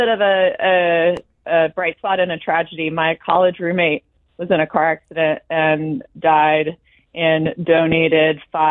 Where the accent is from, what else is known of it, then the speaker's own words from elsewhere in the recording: Maryland, United States; I'm from Maryland.